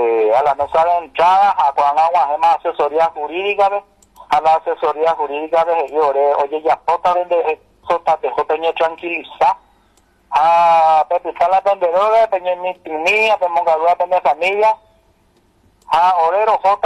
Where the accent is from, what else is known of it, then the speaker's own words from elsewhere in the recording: Mbuyapey, Paraguarí, Paraguay; estamos una familia de Embuyapeú, somos de Embuyapeú